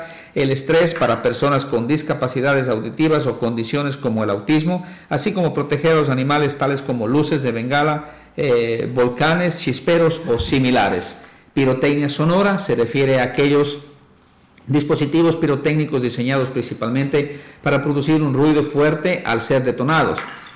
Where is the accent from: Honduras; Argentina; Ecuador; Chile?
Ecuador; Sucúa, Morona Santiago; Se ha convertido, digamos, en una tradición como ecuatorianos, como sucueños, en las fiestas de Sucúa siempre hemos estado acostumbrados al tema de los cohetes, de los ruidos, de los silbadores, de los diablillos. Y las personas que tenemos, creo que yo, más de 40 años